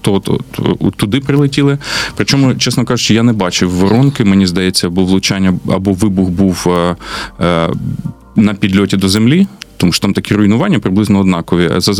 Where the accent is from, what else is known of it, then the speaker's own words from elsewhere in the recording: Chuhuiv, Kharkiv Oblast, Ukraine; Ну, я як уродженець Чугуєва, я знаю, що там де що розташовано.